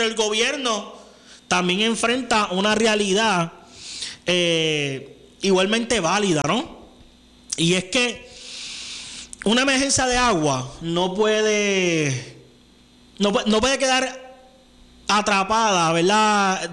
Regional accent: San Germán, Puerto Rico; also born or lived in Mayagüez; En el caso mío, yo fui y nací en Mayagüez, pero desde que tengo uso de razón, me criaron y he vivido toda mi vida en San Germán. Así que yo me considero más sanjermeño que cualquier otra cosa.

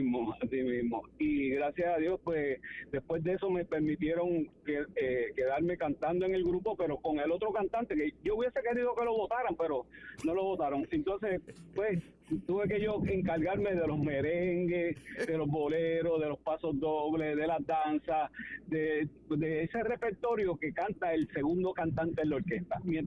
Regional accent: Toa Baja, Puerto Rico; un muchachito del pueblo, uh-huh. Pues yo me crié en Tua Baja

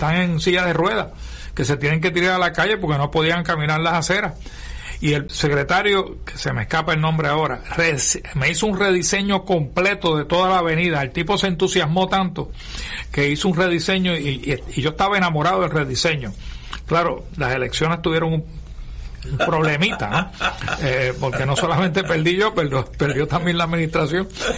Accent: San Juan, Puerto Rico; yo soy de Puerto Nuevo

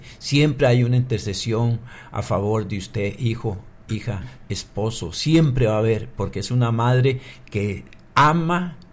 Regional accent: Costa Rica; para nosotros como costarricenses

